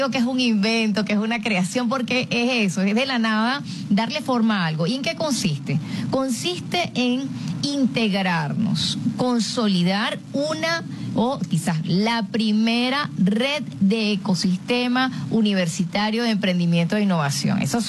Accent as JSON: {"language": "Spanish", "town": "Ciudad Bolívar", "region": "Bolívar", "country": "Venezuela", "tie": "born or raised there", "said": "Bueno, saludos a mis paisanos, yo soy del estado Bolívar, nací en Ciudad Bolívar"}